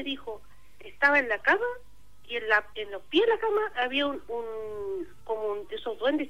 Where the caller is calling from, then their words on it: Los Ángeles, Biobío, Chile; Estoy llamando de Los Ángeles, a la región.